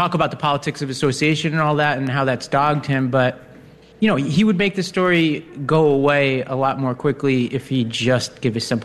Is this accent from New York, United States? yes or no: yes; New York City, New York, United States; I grew up in Staten Island.